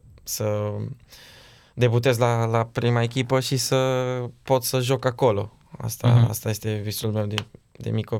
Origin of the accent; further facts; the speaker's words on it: Romania; sunt și român